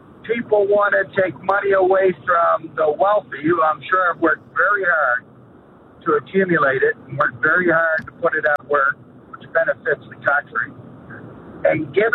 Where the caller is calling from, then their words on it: Nova Scotia, Canada; One Nova Scotian to another.